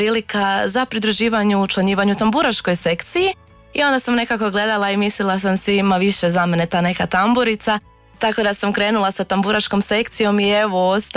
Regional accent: Karlovac County, Croatia; Pa svakako bi prvo krenula sa nekim ljepotama u Zagorju Ogulinskom, ipak je to moj rodni kraj, pa bi prvo krenuli sa Šmitovim jezerom

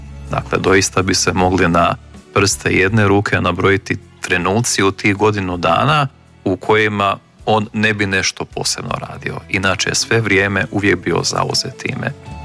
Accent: Bosanska Posavina, Bosnia & Herzegovina; saznavši da ja dolazim iz Bosanske Posavine

